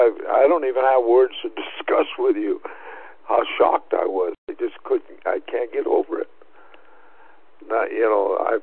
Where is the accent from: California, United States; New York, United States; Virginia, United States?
California, United States; Los Angeles; moved away; I grew up in West LA, in that area.